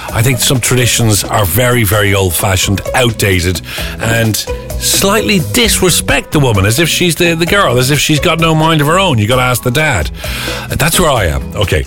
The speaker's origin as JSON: {"language": "English", "town": "Dublin", "region": "Leinster", "country": "Ireland", "said": "I'm from Dublin. That doesn't happen here."}